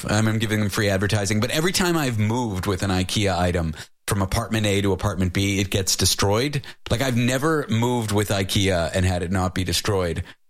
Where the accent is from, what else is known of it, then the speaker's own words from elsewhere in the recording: Toronto, Ontario, Canada; I grew up in Toronto.